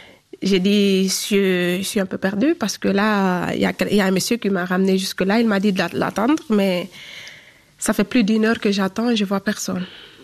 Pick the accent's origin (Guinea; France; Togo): Guinea